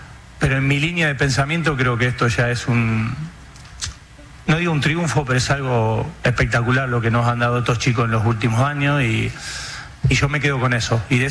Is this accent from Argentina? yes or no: yes; Argentina